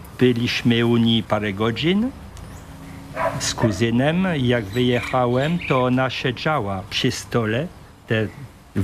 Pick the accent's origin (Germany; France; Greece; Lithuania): France; first language Polish; now in French Polynesia; ja drugi byłem, Francuz.